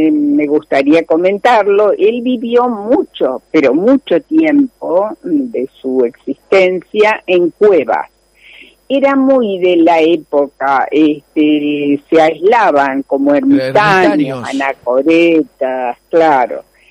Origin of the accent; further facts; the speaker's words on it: Santa Fe, Argentina; Vos sabés que los únicos que escribimos santafesino con C somos nosotros.